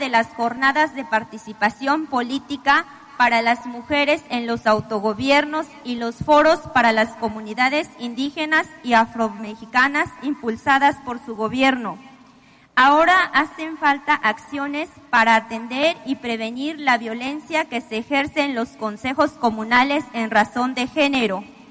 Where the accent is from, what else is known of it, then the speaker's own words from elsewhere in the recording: Huánsito, Michoacán, Mexico; Soy de la comunidad purépecha de San Sebastián, Huánsito.